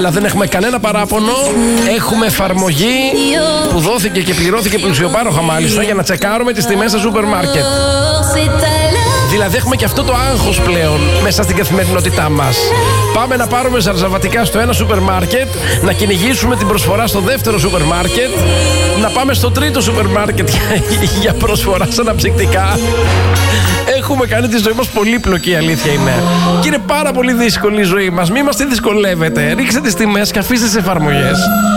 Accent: Lazarata, Ionian Islands, Greece; Εκεί είμαι, εκεί μεγάλωσα εγώ τώρα, στα Λαζαράτα, από μικρό παιδί έχω εικόνες.

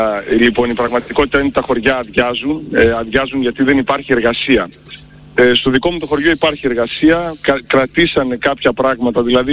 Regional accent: Monovrysi, Central Macedonia, Greece; born there; Μονόβρης Σερών, κατάγομαι.

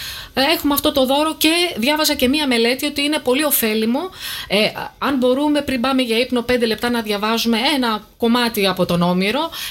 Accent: Greece; εμείς είμαστε Έλληνες

